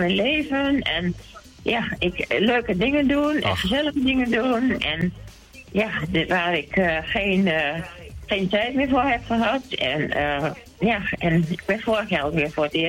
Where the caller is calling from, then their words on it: Goor, Overijssel, Netherlands; Ik kom uit Goor